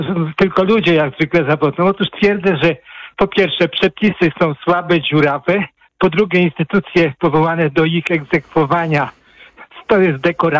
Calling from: Płock, Masovian Voivodeship, Poland; Ja jestem z Płocka

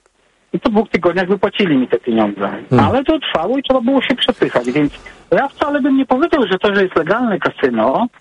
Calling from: England, United Kingdom; I teraz nie wiem, czy mogę się powiedzieć, bo ja z Anglii dzwonię, nie z Polski.

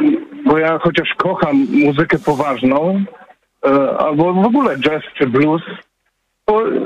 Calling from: Germany; mieszkam w Niemczech

